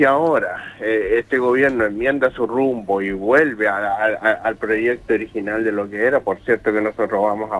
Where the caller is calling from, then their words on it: Chile; antes que la política, somos chilenos